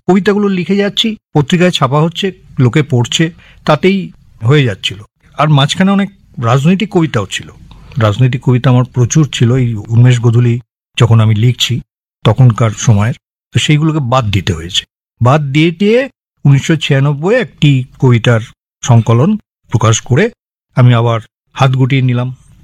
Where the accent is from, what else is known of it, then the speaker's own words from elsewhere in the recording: Kolkata, West Bengal, India; আমার প্রিয় বন্ধু প্রবুদ্ধ মিত্র, যে বাগবাজারেই থাকে, আমার বাড়ি বাগবাজারে